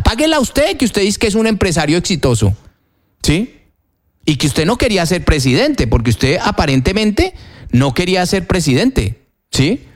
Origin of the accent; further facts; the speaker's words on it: Colombia; porque pues dice que Colombia es un país de cafres, yo soy colombiano, pues yo caigo ahí, ¿no?